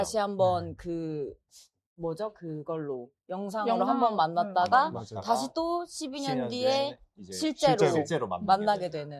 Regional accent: Muju, North Jeolla, South Korea; 제가 무주 사람인데

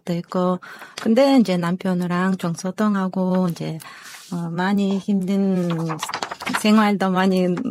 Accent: Kyrgyzstan; Korean is a second language; moved away as an adult; now in Mokpo, South Korea; 저는 조선남도 목포시에서 왔습니다.

